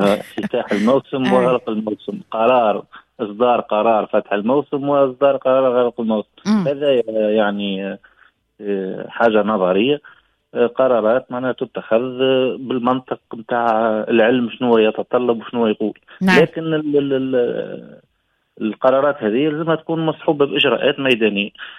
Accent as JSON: {"language": "Arabic", "region": "Sfax Governorate", "country": "Tunisia", "said": "دونك احنا مستنسين في قرقنا نخدموا القرنيط"}